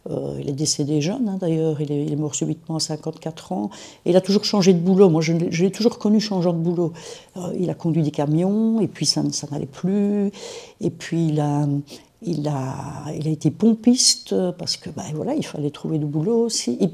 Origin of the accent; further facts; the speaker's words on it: Wallonia, Belgium; Oui, je suis originaire de la Famenne. En effet, je suis née à Marlois.